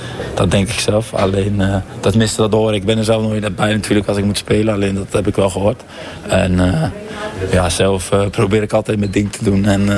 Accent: Netherlands; als Nederlander ga je daar gewoon in om te winnen. Ik zelf ook.

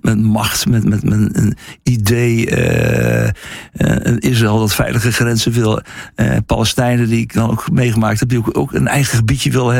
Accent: Netherlands

